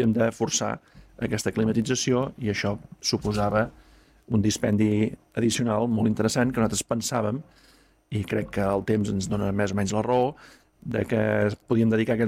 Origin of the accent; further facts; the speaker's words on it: Manresa, Catalonia, Spain; com a manresà, ara parlo com a manresà